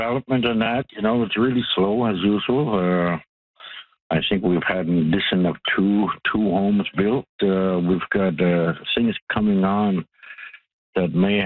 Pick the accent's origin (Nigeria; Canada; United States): Canada; Cape Parry, Northwest Territories; born there; I was born in Cape Parry, and you know, all that land around between here and there is part of our heritage and culture.